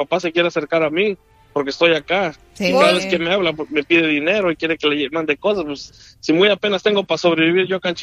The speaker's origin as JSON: {"language": "Spanish", "region": "Puebla", "country": "Mexico", "tie": "born or raised there", "moved": "as an adult", "lives_now": "United States", "said": "yo me salí de mi pueblo. Yo estudié hasta el bachillerato y luego me salí de mi pueblo, fui a estudiar a la universidad a Puebla."}